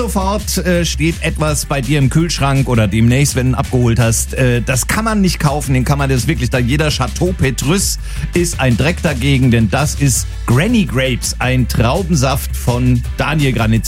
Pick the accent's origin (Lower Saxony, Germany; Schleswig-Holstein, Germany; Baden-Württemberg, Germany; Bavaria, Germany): Bavaria, Germany; Also die Iphofer Domina, das darf ich dir als Franke sagen, die gibt schon einmal.